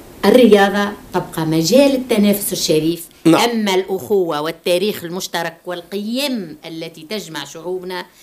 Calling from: Tunisia; نحن في تونس

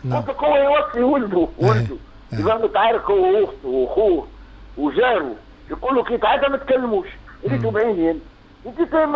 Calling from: Kairouan, Kairouan Governorate, Tunisia

